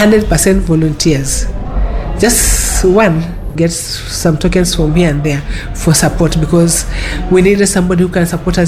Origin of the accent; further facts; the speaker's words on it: Kilifi, Kilifi County, Kenya; I come from Kilifi. You know, I cannot travel to Kilifi. I do not have money to even be able to give a bribe so that they can allow me to go to my family.